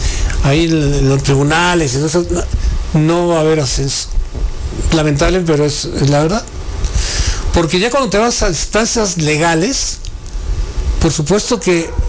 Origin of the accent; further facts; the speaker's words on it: León, Guanajuato, Mexico; Hablamos de León. Sí, nada más de León, porque somos de León.